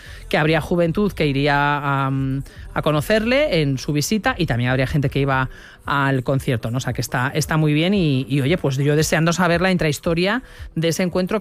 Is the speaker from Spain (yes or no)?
yes; Spain; Y creo que tenemos que estar súper orgullosos como, como españoles de la organización que ha habido, increíble.